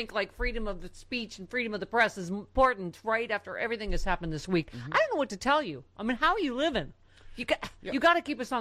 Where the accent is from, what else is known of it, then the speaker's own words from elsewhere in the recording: New York, United States; because we're on Lake Ontario where I grew u